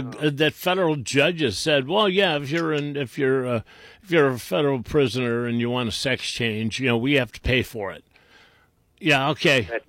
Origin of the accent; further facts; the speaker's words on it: Willowick, Ohio, United States; I grew up in Willowick. You know, Willowick was, we had little tiny houses.